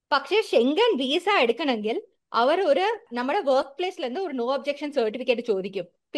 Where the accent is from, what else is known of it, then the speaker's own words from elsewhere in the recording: Chennai, Tamil Nadu, India; Malayalam is a second language; now in Bangalore, India; ഞാൻ ഇപ്പോ ബാംഗ്ലൂരിലാണ് താമസിക്കുന്നത്. ഞാൻ ചെന്നൈയിൽ നിന്നാണ്, ബട്ട് ഞാൻ ഒരു മലയാളിയാ കല്യാണം കഴിച്ചത്. അതുകൊണ്ട് മൈ ഹസ്ബൻഡ് ഒല്ലി എനിക്ക് മലയാളം പഠിപ്പിച്ചു തന്നു. അതുവേണ്ടി എനിക്ക് കുറച്ച് ഇംഗ്ലീഷും മലയാളം തമിഴും കലന്താണ് ഞാൻ സംസാരിക്കും.